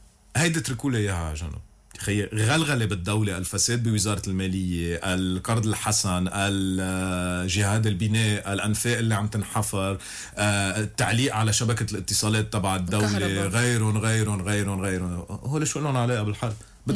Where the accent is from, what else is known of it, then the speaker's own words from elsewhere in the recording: Lebanon; أنا كمواطن لبناني